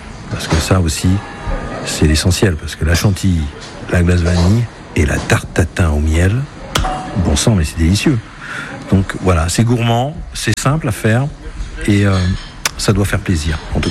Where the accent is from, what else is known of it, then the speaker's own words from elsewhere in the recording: Brittany, France; je viens de Bretagne, donc je cuisine beaucoup au beurre